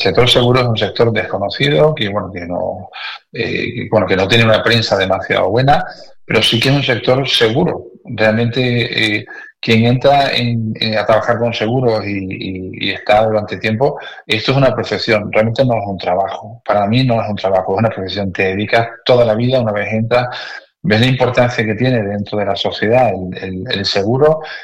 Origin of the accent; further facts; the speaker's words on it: Canary Islands, Spain; accent: Canarian; Canarias, entonces yo soy canario, por mi acento ves que no soy de aquí.